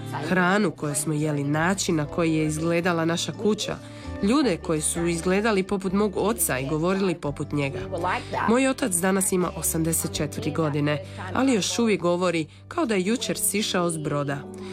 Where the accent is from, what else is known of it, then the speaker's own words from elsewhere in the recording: Perth, Western Australia, Australia; now in Podgora, Croatia; Rođena sam u Perthu u zapadnoj Australiji. Tamo sam rođena i odrasla.